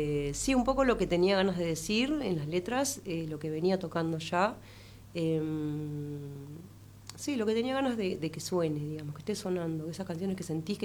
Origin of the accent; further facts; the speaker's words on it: Lomas de Zamora, Buenos Aires Province, Argentina; Soy rioplatense, o sea, bueno, soy de Loma de Zamora, pero soy porteña, básicamente